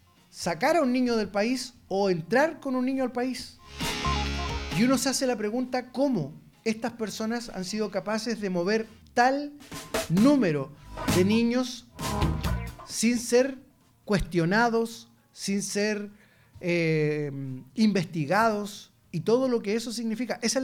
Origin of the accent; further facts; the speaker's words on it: Chile; todos quienes somos chilenos